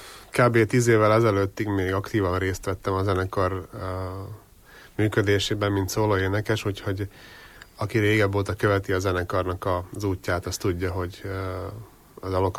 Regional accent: Kolárovo, Nitra Region, Slovakia; now in Komárno, Slovakia; Hát én Gutáról származom, ami ugye Komáromtól kb. 20 kilométerre van. Ott születtem egy abszolút nem zenei érdekeltséggel elállott családba.

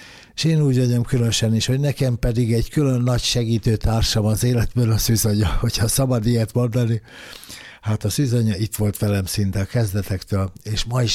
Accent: Hungary; also born or lived in Újpest; én ott születtem a Duna mellett, itt is éltem szinte életem nagy részét, egy rövid ideig voltam csak távol, amikor éppen honvédségbe sorozott

